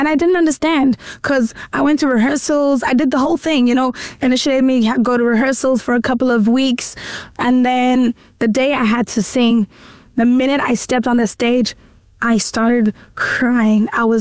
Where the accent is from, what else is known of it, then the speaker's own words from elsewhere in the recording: Middelburg, Mpumalanga, South Africa; A child of God, born and bred in Middleburg.